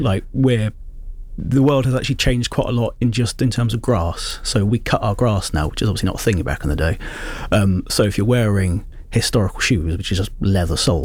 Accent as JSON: {"language": "English", "area": "Rushden", "region": "East Midlands", "country": "United Kingdom", "tie": "born or raised there", "moved": "as an adult", "said": "I grew up in Rushton, which is not a terribly inspiring place"}